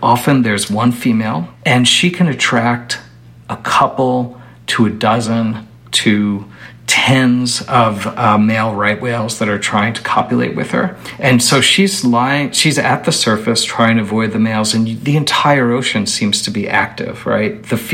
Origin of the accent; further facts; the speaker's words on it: New York City, New York, United States; moved away; I grew up in New York City.